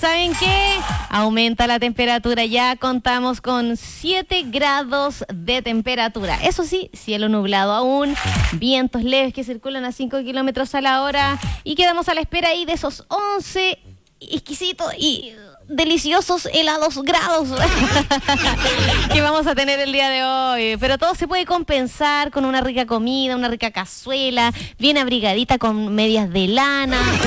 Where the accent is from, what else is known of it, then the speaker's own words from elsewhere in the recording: Chile; No entendí nada y soy chilena.